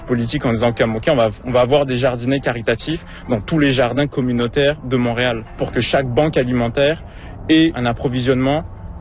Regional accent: Réunion; moved away as an adult; now in Quebec, Canada; J'ai grandi à l'île de la Réunion, puis ça fait 15 ans maintenant que je suis au Québec. J'ai toujours grandi à un endroit où il y avait des jardins.

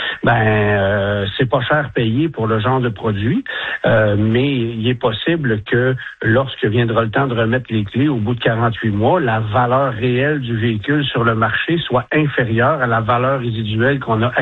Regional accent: Canada; ce sont les catégories de véhicules les plus populaires chez nous au Canada.

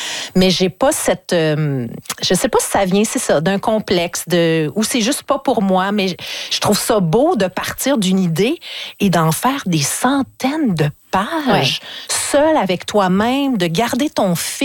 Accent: Quebec City, Quebec, Canada; moi, je viens de la ville de Québec, Charlebourg.

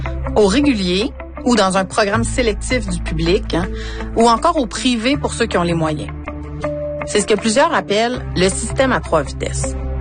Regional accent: Sherbrooke, Quebec, Canada; Avec ma réalisatrice, Christine Chavary, on retourne dans ma ville natale, Sherbrooke, pour voir comment ça se passe là-bas.

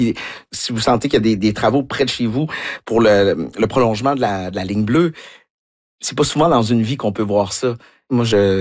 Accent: Quebec City, Quebec, Canada; moi, je viens de Québec, puis à chaque fois que je viens travailler à Longueuil, je vis au Novia, qui est tout près du métro Longueuil

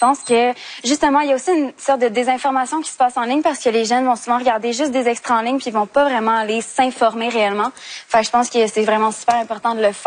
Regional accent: Saint-Hyacinthe, Quebec, Canada; moi, je viens de la région, mais je suis pas mal souvent dans la ville. Fait que je vois comme deux idéologies complètement séparées. Je suis à Sainte-Hyacinthe. Fait que Rive-Sud de Montréal.

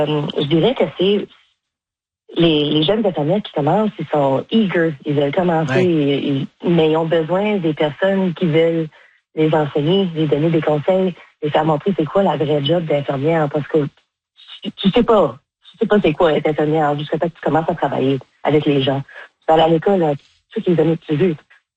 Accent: Manitoba, Canada; accent: Manitoba French; Mais je trouve que mon accent est proche assez bien du Manitoba.

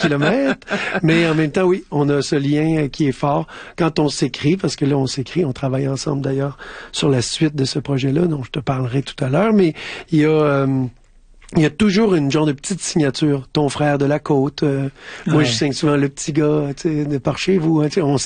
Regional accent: Quebec, Canada; moved away; je suis né sur la Côte-Nord, à cette île, puis j'ai quitté mon patelin pour venir vivre ma vie de musicien.

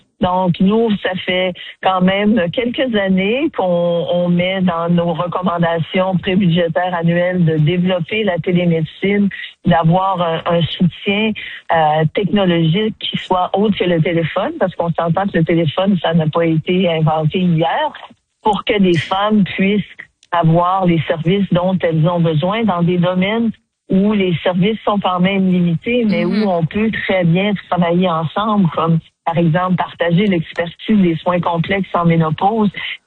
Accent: Canada; notre pays, le Canada.

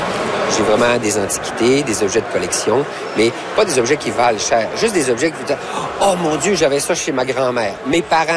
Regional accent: Chicoutimi, Quebec, Canada; now in Saint-Raymond, Canada; Moi, j'ai 45 ans. Je suis originaire de Chicoutimi, au Saguenay-Lac-Saint-Jean. Je reste entre Québec et Trois-Rivières, à Saint-Raymond-de-Portneuf.

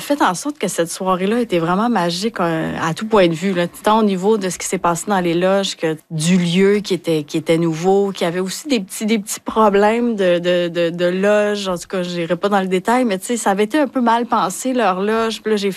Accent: Hauterive, Quebec, Canada; Je suis de Haute-Rive, moi!

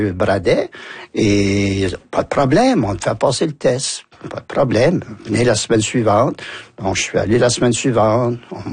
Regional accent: New Brunswick, Canada; also born or lived in Moncton, Canada; quand je suis parti du Madawaska aller à Batters, la région chaleur qu'on appelle, tout se passait bien, il y avait pas beaucoup d'anglophones

